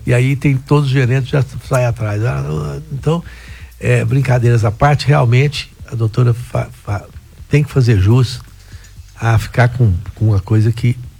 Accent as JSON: {"language": "Portuguese", "country": "Brazil", "said": "nós brasileiros"}